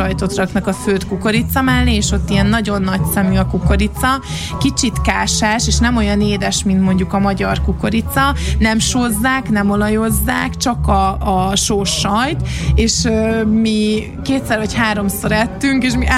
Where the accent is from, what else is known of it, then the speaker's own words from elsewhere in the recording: Hungary; hogy akkor én Ungriából jöttem, Magyarországról